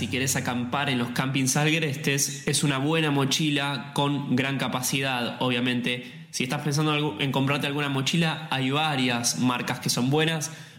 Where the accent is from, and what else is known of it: Argentina